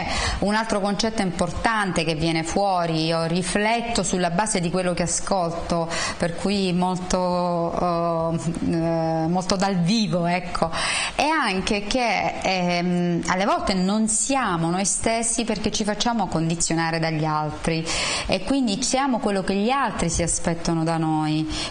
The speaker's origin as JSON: {"language": "Italian", "country": "Ukraine", "second_language": "Italian", "said": "Vengo dall'Ucraina. Io sono qui per la seconda volta."}